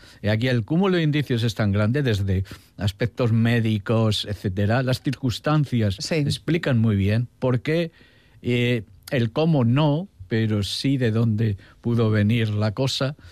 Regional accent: Zamora, Castile and León, Spain; Allí vivía, en Zamora, donde yo me crié

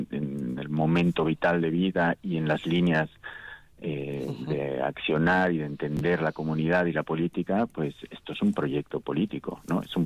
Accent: Mexico; moved away as an adult; now in Vitoria, Spain; Yo llegué de México, yo soy originario de México

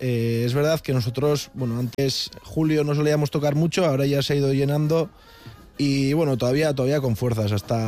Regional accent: San Sebastián, Basque Country, Spain; que soy muy donostiarra

